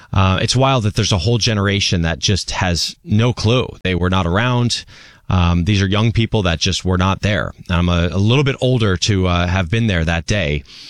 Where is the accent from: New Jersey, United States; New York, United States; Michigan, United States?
New Jersey, United States; I grew up with those Twin Towers. I could see them from my street where I grew up in New Jersey